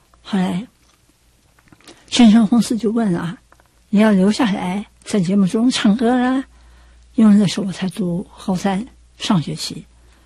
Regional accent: Gangshan, Kaohsiung, Taiwan; born there; 回到冈山，我就本来念的是中正中学，我就白天休学，读夜校，福华夜校，

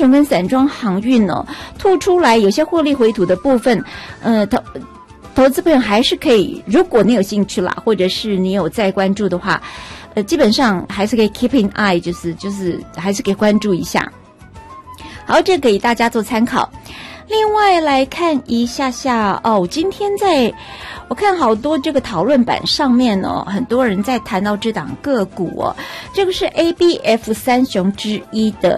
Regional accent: Taiwan; 我们台湾人很有趣。

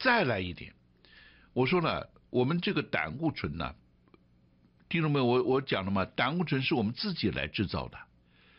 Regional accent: China; 我们一般就是我们中国人早餐，老一辈的都是怎么样？稀饭配什么豆腐乳啦，配什么咸鸭蛋啦

